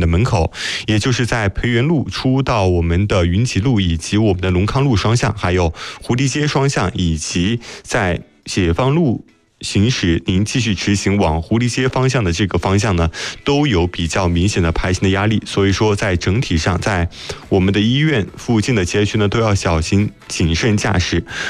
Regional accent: Yichang, Hubei, China; 良好的生态环境是咱们宜昌人最普惠的民生福祉。

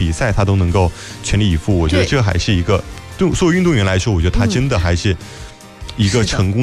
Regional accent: Yichang, Hubei, China; 我们宜昌人

